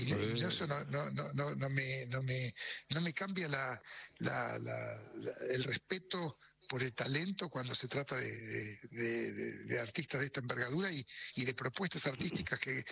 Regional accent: Mataderos, Buenos Aires, Argentina; born there; Recién en la comida le dije a Jorge Suárez, yo nací en Mataderos.

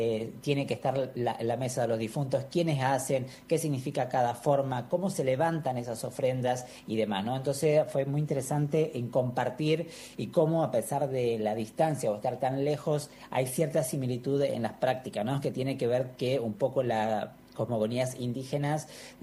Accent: Valle Grande, Jujuy, Argentina; soy de Valle Grande

